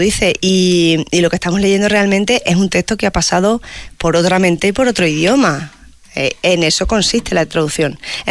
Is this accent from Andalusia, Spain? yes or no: no; Extremadura, Spain; accent: Extremaduran; Reivindiquemos desde aquí nuestro acento extremeño, que es muy bonito, con nuestros himnos, nuestras ginas y nuestras cosas.